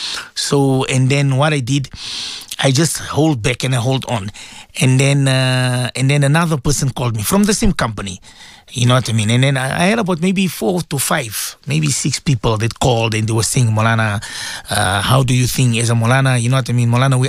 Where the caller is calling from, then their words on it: Johannesburg, Gauteng, South Africa; And I'm calling from Johannesburg and this, whatever.